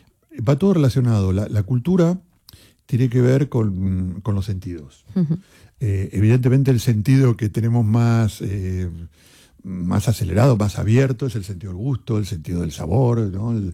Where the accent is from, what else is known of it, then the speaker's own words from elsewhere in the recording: Argentina; now in Spain; Yo venía hace 35 años, soy español, tengo familia española, tengo hijos españoles, y me siento tan español como argentino.